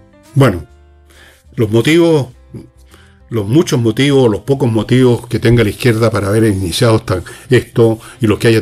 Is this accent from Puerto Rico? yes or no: no; Chile; yo soy chileno